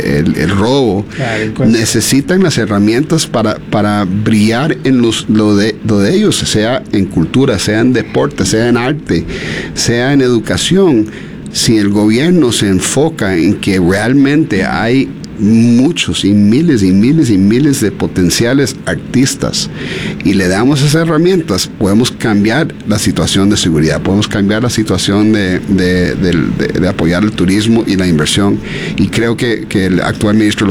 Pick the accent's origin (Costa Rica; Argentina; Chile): Costa Rica; Yo soy orgullosamente costarricense. … Yo, aunque nací costarricense